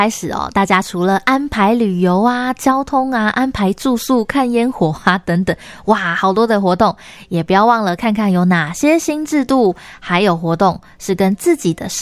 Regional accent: Miaoli County, Taiwan; 因为我就是苗栗人本人

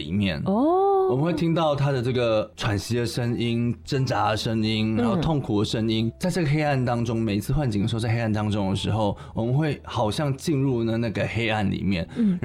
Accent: Taiwan

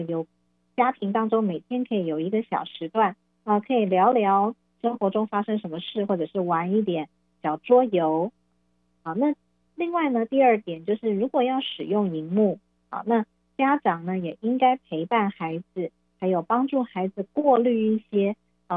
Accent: Taiwan; 我们台湾的孩子

